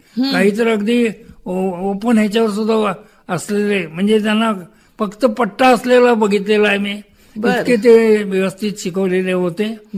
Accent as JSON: {"language": "Marathi", "town": "Kolhapur", "region": "Maharashtra", "country": "India", "tie": "born or raised there", "said": "तर 11वी पर्यंत मी कोल्हापुरातच शिकायला होतो आणि माझं बालपण माझ्या सुदैवाने एका चांगल्या शाळेत झालं."}